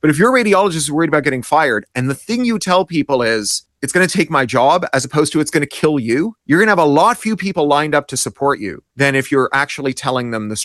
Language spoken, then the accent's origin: English; Canada; born or raised there; now in United States